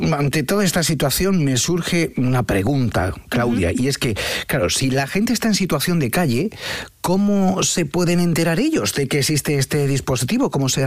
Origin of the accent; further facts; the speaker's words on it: Málaga, Andalusia, Spain; yo que soy de Málaga, acostumbrado a tener el mar cerquita